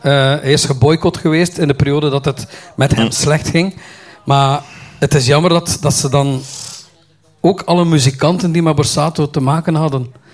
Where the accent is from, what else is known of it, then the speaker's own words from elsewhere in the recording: Kortemark, West Flanders, Belgium; Ik ben een echte West-Vlaming.